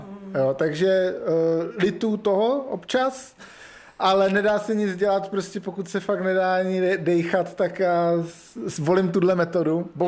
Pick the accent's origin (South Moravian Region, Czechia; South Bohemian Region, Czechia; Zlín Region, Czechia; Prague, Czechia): South Moravian Region, Czechia; No, já jsem vlastně z Moravy jižní, no, tak je to součást nějakého mýho jako toho, no.